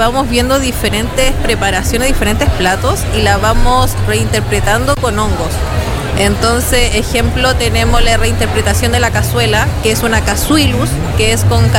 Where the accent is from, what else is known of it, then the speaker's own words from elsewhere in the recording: Valparaíso, Chile; Bueno, nosotros somos acá de Valparaíso.